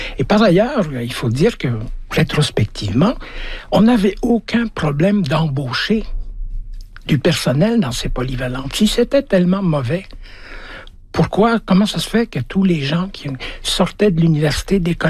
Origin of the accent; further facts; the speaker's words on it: Belgium; also born or lived in Africa; now in Canada; j'ai grandi en Afrique et en Belgique, mais j'ai été éduqué au Québec